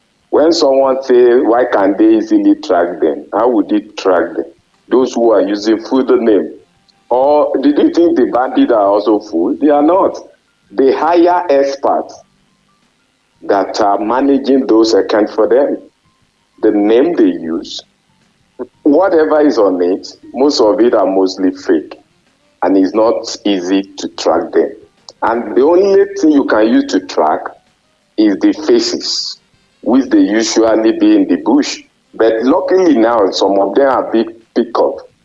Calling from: Nigeria

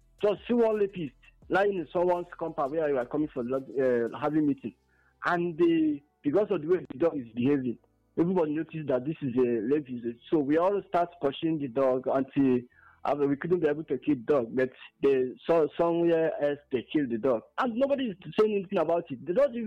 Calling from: Ugo, Nigeria; I'm calling from Ugo.

